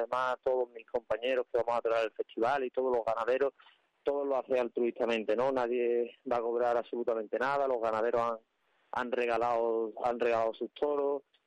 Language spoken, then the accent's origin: Spanish; Seville, Andalusia, Spain; now in Salamanca, Spain; el charro adoptado, ¿no?, que llevo varios años viviendo a Salamanca, pero yo, obviamente, yo soy de Sevilla, pero bueno, ya llevo unos años viviendo aquí